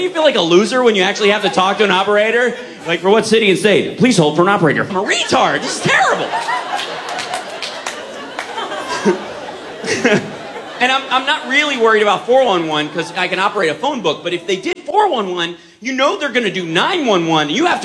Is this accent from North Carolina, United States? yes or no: no; Kentucky, United States; accent: southern; Why don't you believe I'm from Kentucky? They go, well, you don't have an accent. Like, I lost my accent.